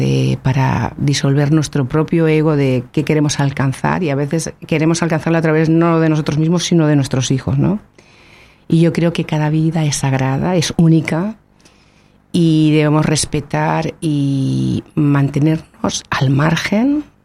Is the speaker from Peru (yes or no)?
no; Valencia, Valencian Community, Spain; now in Canary Islands, Spain